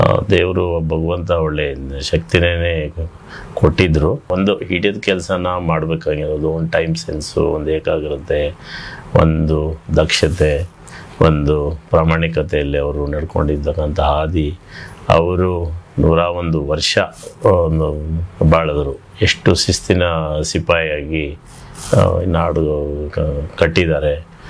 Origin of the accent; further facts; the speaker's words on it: Pavagada, Karnataka, India; ನಮ್ಮ ಪಾವಗಡ